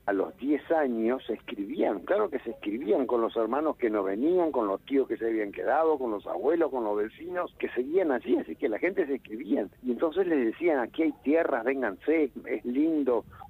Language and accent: Spanish; Valle María, Entre Ríos, Argentina; los que somos de Valle María somos de una región, todos vecinos, todos conocidos